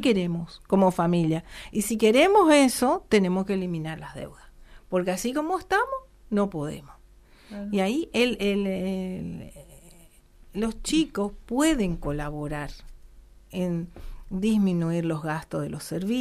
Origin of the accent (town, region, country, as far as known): Argentina